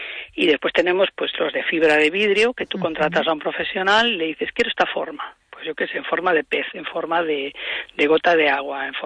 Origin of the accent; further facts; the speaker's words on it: Galicia, Spain; aquí no nos va a pasar porque somos gallegos, llueve mucho